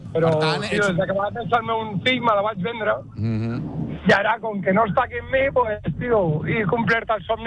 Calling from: Monistrol, Catalonia, Spain; de Monistrol.

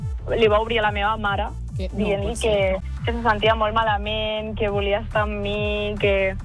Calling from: Barcelona, Catalonia, Spain; Jo soc de Barcelona.

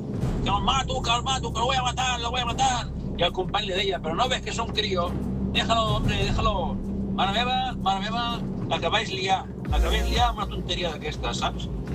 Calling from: Igualada, Catalonia, Spain

